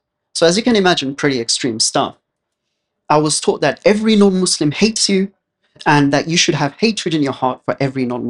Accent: London, United Kingdom; born or raised there

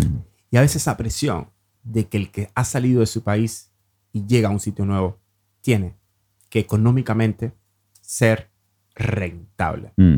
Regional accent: Cuba; moved away as an adult; now in Norway; llego acá como inmigrante, que he tenido que desdoblarme en otros oficios que inicialmente no estaban en mi campo visual en Cuba

